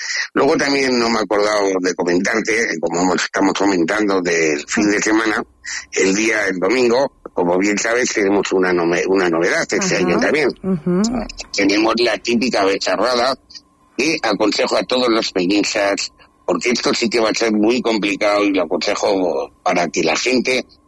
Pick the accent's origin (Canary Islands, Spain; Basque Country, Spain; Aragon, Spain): Aragon, Spain; Calatayud; son las fiestas para nosotros, para Calatayud, sin decir que la Virgen de la Peña son malas fiestas. Ojo, son diferentes. Nosotros eso es una fiesta. Vamos, que lo vivimos desde crío. Yo tengo 58 años